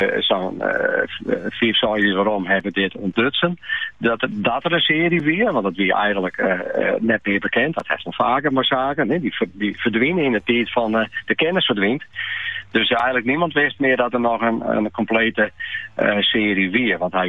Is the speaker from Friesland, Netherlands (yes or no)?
yes; Friesland, Netherlands; Ja, ben ik echt Friesen.